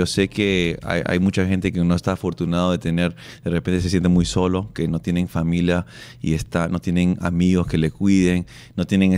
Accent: Peru; que somos una familia peruana normal

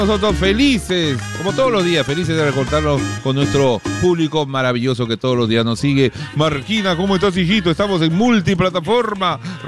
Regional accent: Lima, Peru; Soy del centro de Lima. Yo he mataperreado en Conde de Superunda, en los Barrios Altos, en cinco esquinas. Yo jugaba carnavales por la Buena Muerte.

